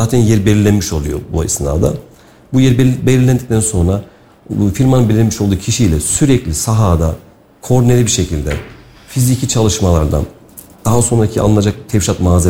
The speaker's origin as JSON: {"language": "Turkish", "region": "Kayseri", "country": "Turkey", "said": "Ben Kayseri'de bunu çok hoşuma gidiyor. Ben de Kayseri'liyim."}